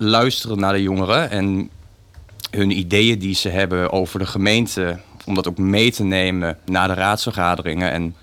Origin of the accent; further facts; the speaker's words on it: Lochem, Gelderland, Netherlands; Ik ben student diergeneeskunde in Utrecht. Ik zit nu in mijn vijfde master. Daarbij ben ik ook nog paardenfokker. Ik fok dressuurpaden en eventingpaden. En ik woon al mijn hele leven in Lochem.